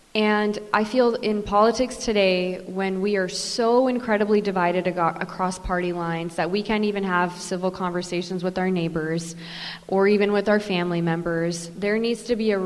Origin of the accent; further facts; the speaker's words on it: Central Valley, California, United States; And this is where I've been born and raised, and this is the district that raised me, and I want to give that same energy back to it, because the hardest working people I know are right here in the Southern Central Valley.